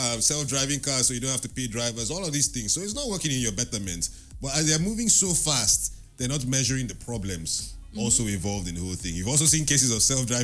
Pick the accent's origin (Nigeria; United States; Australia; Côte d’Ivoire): Nigeria; We like to justify.